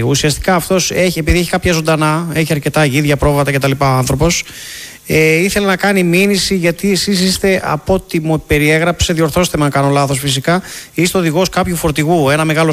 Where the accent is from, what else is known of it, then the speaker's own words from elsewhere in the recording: Manolada, Western Greece, Greece; now in Athens, Greece; κατάγομαι από Μανολάδα, έχουμε δικηγορικό γραφείο εδώ στην Αθήνα.